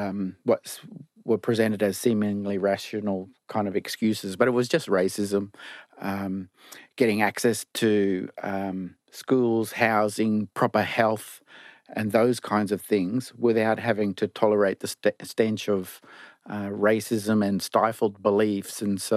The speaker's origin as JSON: {"language": "English", "town": "Bundaberg", "region": "Queensland", "country": "Australia", "tie": "born or raised there", "said": "I grew up in Bundaberg in the 1970s, Tarabalang Bunda country, and that's my grandfather's country. My grandmother's country is just north of there, Gurang-Gurang"}